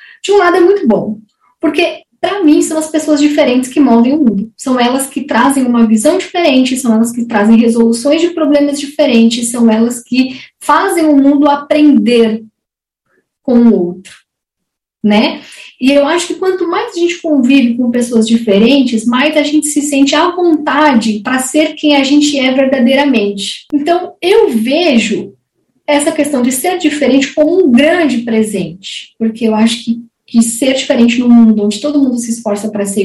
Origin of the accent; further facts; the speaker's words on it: São Paulo, Brazil; moved away as an adult; now in Santa Catarina, Brazil; eu sou paulista, mas moro há 12 anos em Santa Catarina. Eu tenho 32 anos.